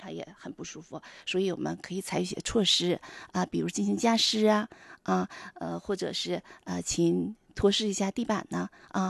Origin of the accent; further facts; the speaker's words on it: Northeast China, China; 我们东北这个现在是取暖季。